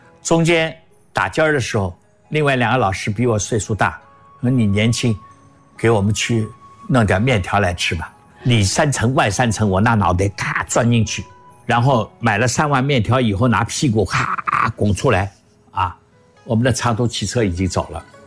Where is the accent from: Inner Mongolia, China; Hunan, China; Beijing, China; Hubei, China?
Beijing, China; also born or lived in Shanghai; 我出生在上海，是吧？成长在北京，大城市的生活我很熟悉